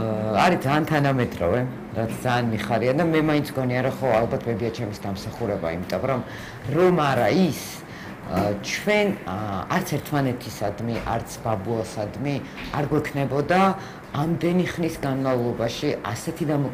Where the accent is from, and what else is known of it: Tbilisi, Georgia; born or raised there